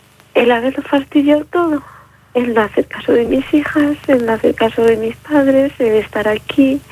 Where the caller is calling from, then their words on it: Barcelona, Catalonia, Spain; Yo vivo en un pueblo. Pero vivo en Barcelona con mis padres.